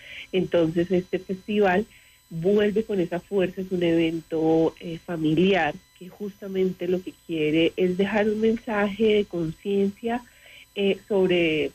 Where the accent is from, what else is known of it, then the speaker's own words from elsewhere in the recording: Boyacá, Colombia; porque hemos mostrado lo que somos como boyacenses